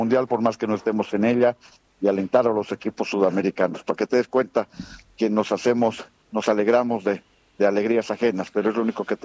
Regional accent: Bolivia

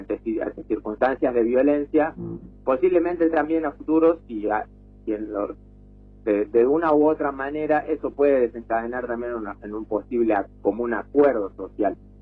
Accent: Argentina

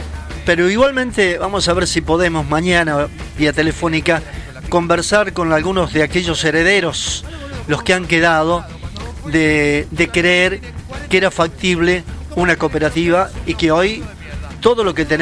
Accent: Argentina; Para eso somos argentinos.

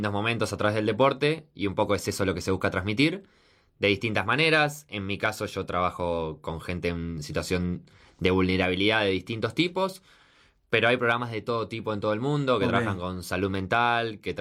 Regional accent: Buenos Aires, Argentina; Soy de Capital Federal, de toda la vida porteño.

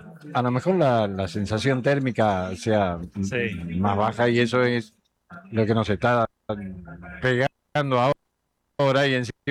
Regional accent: Argentina; los mismos argentinos nos empezamos a descubrir

